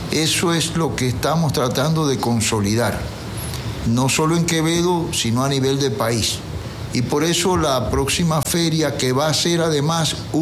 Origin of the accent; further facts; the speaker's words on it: Cuba; moved away as an adult; now in Ecuador; En Cuba viví hasta el 2014.